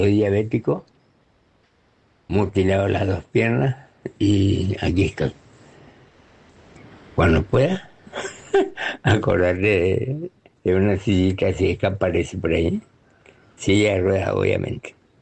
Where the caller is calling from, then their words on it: Clorinda, Formosa, Argentina; Buena madrugada, Oscar, buena madrugada. … de Clorinda, Formosa.